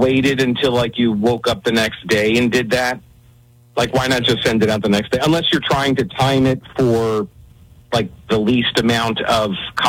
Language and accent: English; New York, United States; I know I grew up a Dallas Cowboys fan, which is weird because I was from New York.